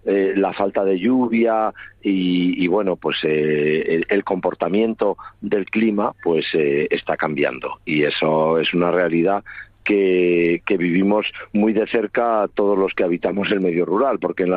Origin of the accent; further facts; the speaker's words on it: Mieres, Asturias, Spain; born there; Yo soy de San Román, bueno, no soy de San Román exactamente, pero soy hijo de padre y madre de Candamo, y nacido en Mieres por circunstancias laborales de mis padres, pero siempre vinculado a San Román toda mi vida.